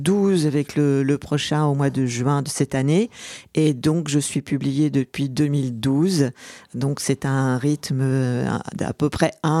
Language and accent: French; Normandy, France; Je suis normande et puis j'ai enseigné l'espagnol pendant toute ma carrière.